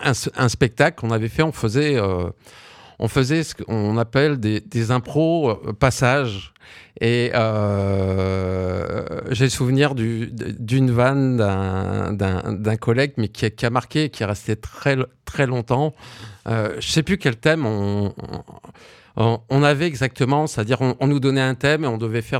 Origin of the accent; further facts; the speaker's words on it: Lille, Hauts-de-France, France; moi je suis originaire de Lille